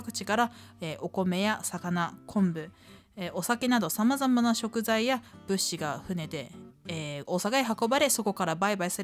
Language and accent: Japanese; Hiroshima, Japan; 私出身が広島なんで結構行ったりするんですけど